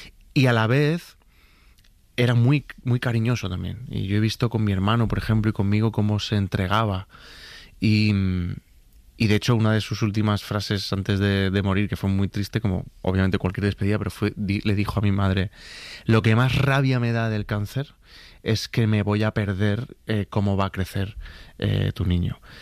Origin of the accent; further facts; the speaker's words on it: Málaga, Andalusia, Spain; born there; porque yo nací en Málaga, frente al mar